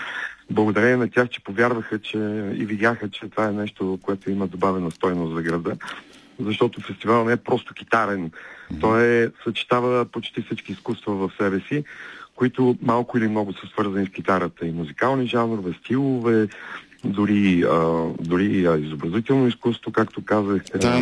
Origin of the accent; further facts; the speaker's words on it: Plovdiv, Plovdiv Province, Bulgaria; аз съм пловдивчанин и сърцето ми е в този град